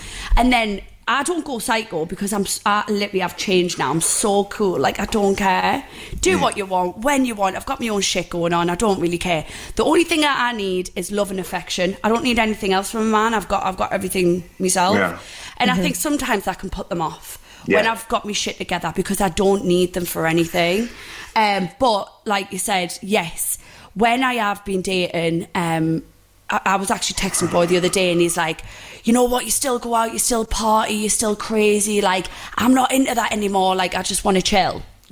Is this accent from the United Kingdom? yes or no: yes; North East England, United Kingdom; We're Geordie girls and we are renowned for being, like, a bit cray-cray.